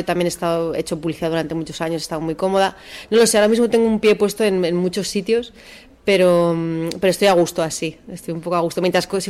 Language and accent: Spanish; Basque Country, Spain; es yo soy del País Vasco y es como vasco, y sí que hay una cosa, yo creo, como vasca o muy del norte